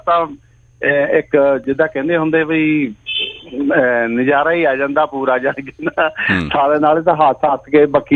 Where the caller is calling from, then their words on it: Kandola, Punjab, India; ਮੈਂ ਜੀ ਪਿੰਡ ਕੰਦੋਲੇ ਤੋਂ … ਬਾਤ ਕਰ ਰਿਹਾ ਜੀ।